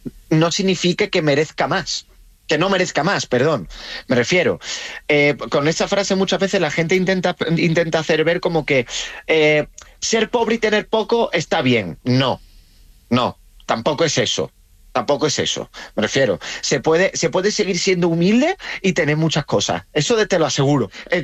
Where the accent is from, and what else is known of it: Rincón de la Victoria, Andalusia, Spain; born or raised there